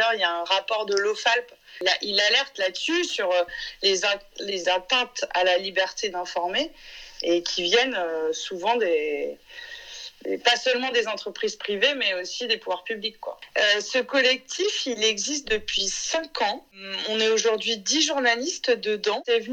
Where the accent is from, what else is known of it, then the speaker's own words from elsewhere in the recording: Quimper, Brittany, France; moved away; Moi, je suis originaire de province, je suis originaire de Quimper, j'ai grandi là-bas, je me sens provinciale et fière de l'être.